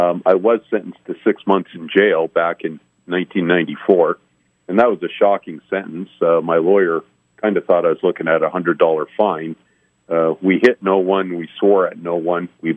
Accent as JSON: {"language": "English", "country": "Canada", "tie": "born there", "said": "I am Canadian by birth."}